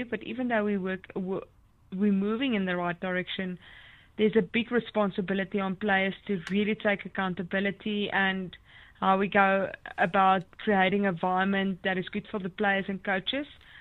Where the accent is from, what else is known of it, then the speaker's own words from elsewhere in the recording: South Africa; especially being a South African